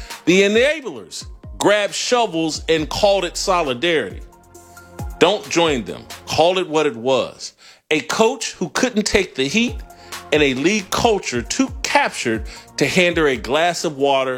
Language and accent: English; Indianapolis, Indiana, United States; my hometown of Indianapolis.